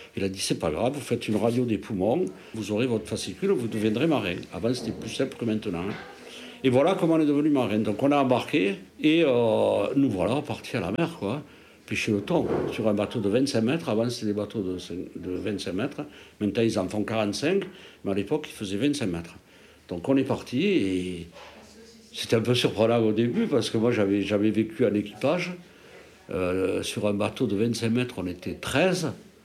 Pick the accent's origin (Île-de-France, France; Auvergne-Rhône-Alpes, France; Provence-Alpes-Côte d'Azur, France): Auvergne-Rhône-Alpes, France; Auriac; moved away; Je suis natif d'Auriac, dans le Cantal